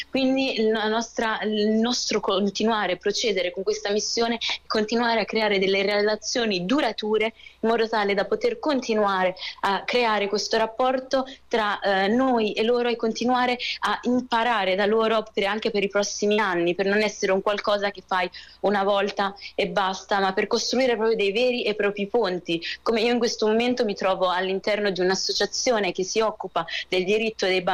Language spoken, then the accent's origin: Italian; Palestine; first language Arabic; Italian is a second language; io sono madrelingua araba e sono palestinese